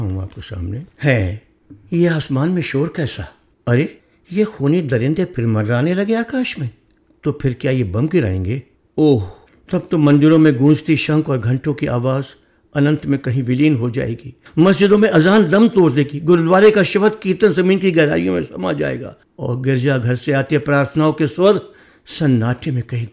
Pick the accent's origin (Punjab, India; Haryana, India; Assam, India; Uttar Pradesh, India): Uttar Pradesh, India; Moradabad; मेरा जन्म मुरादाबाद में हुआ